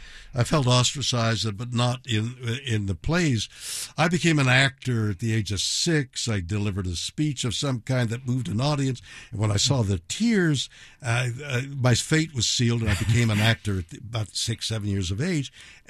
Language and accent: English; Montreal, Quebec, Canada; born there; Well, I was born in Montreal, French Canada, and there it's a very Catholic, it was in those years, very very enclosed.